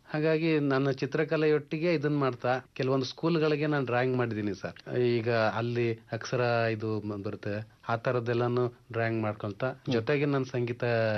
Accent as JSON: {"language": "Kannada", "town": "Begowdigere", "region": "Karnataka", "country": "India", "said": "Sir, Mandya ಜಿಲ್ಲೆ, ಮಂಡ್ಯ ತಾಲೂಕು, ಬೀಗೌಡಿಗೆರೆ ಗ್ರಾಮದ sir."}